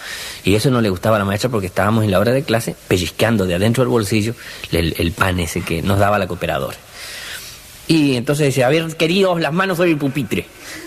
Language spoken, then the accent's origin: Spanish; Chaco, Argentina; yo chaqueño decía, no, yo soy del Chaco.